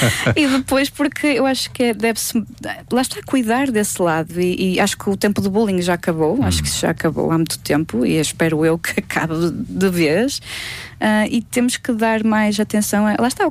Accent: Vila Real, Norte, Portugal; E o mirandês também é algo que sempre estava na parte de trás da minha cabeça enquanto transmontana. Ela existia, mas eu não falava mirandês com ninguém, porque em Vila Real.

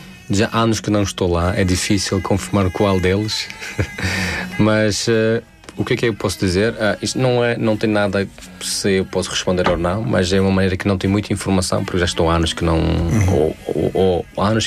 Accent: Tajikistan; Portuguese is a second language; moved away as an adult; now in Portugal; eu saí do Tajiquistão, ir para Portugal para estudar e trabalhar

